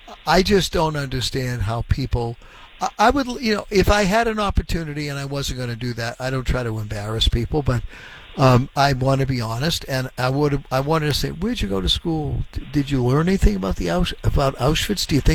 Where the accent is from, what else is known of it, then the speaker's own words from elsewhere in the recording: Boston, Massachusetts, United States; born there; As a kid, I went to a Catholic grammar school in Reedville, and when I went to Boston Latin School